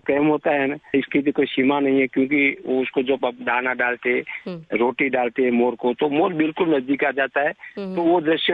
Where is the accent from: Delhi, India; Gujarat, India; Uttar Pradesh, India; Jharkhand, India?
Gujarat, India; Der; मेरा गांव डेर है, तहसील जिला पाटन, वहाँ गोरैया बहुत है